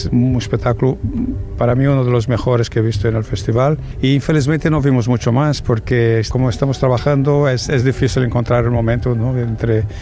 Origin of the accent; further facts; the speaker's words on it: Balearic Islands, Spain; Nosotros somos la compañía Truki Trek, venimos de Menorca, España.